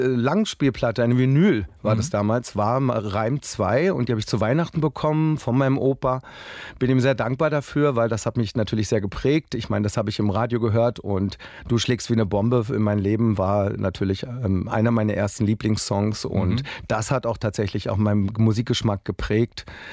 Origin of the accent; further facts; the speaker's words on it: Berlin, Germany; Ich bin aus Berlin.